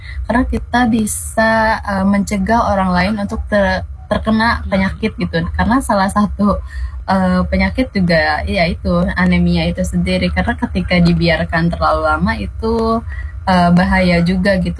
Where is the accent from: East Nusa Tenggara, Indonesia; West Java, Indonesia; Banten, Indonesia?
Banten, Indonesia; Pandeglang; aku dari remaja yang ada di Pandeglang yang memang akses untuk kesana kesininya susah